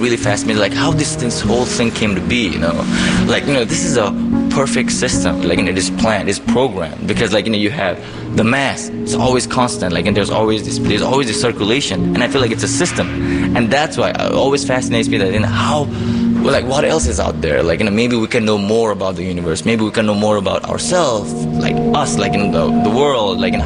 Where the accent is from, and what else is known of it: Nepal; English is a second language; moved away as an adult; now in Baltimore, United States